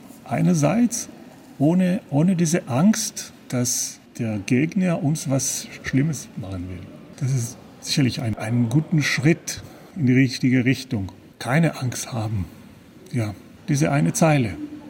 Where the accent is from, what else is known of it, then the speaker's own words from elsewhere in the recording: Israel; German is a second language; now in Germany; bevor ich die Nachrichten aus Israel auf Hebräisch lese, damit wird nicht erkannt, dass, wo ich herkomme.